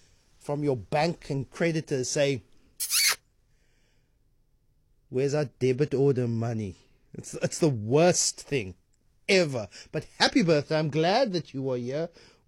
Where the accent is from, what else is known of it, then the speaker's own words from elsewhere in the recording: Cape Town, Western Cape, South Africa; I'm from Grassy Park.